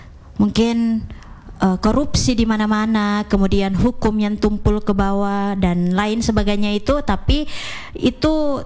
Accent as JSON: {"language": "Indonesian", "town": "Ternate", "region": "North Maluku", "country": "Indonesia", "tie": "born or raised there", "said": "Kita ini orang Indonesia, lebih khususnya orang Ternate. Saya lahir di Ternate, ya. Saya tumbuh kembang di Ternate. Saya mencari uang di Ternate."}